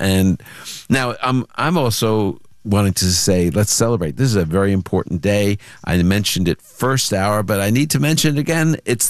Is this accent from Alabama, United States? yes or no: no; New York City, New York, United States; born there; but I'm an American. I'm an American citizen. I am not an Israeli citizen. I was actually born in the Holy Land of Brooklyn, New York.